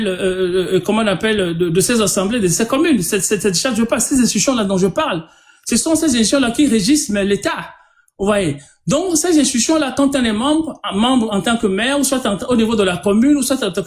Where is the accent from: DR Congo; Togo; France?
Togo; C'est une démocratie apaisé par rapport à ce que nous avons chez nous au Togo. Chez nous, ce n'est pas une démocratie.